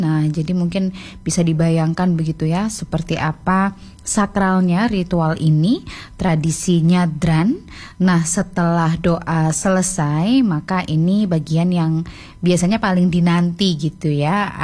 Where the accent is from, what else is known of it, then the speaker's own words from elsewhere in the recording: East Java, Indonesia; kita banggakan khususnya sebagai warga Jawa Timur.